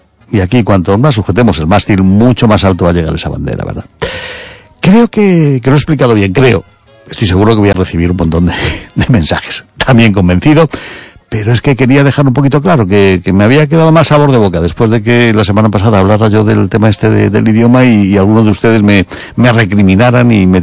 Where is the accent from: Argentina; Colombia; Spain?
Spain; Castile; now in Galicia, Spain; tú como eres castellano no entiendes. Evidentemente, yo nunca voy a decir que soy gallego, aunque me considero ya gallego, llevo aquí más de 30 años y eso, bueno, pues un poquito de gallego se me ha pegado